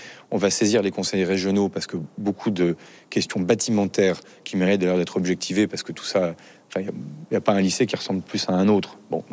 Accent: Vernon, Normandy, France; la ville dans laquelle je suis élu, dans laquelle j'ai grandi, à Vernon dans l'Eure.

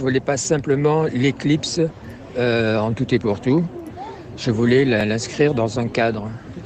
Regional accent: Biarritz, Nouvelle-Aquitaine, France; born there; Alors, je suis né à Biarritz

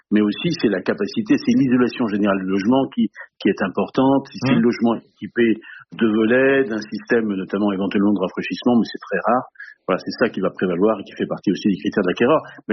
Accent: Brittany, France; Voilà, je suis breton, c'est pour ça que je suis un chauveur.

